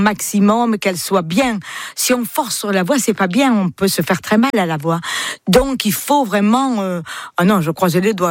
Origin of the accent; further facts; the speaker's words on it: France; Je suis française et fière de l'être.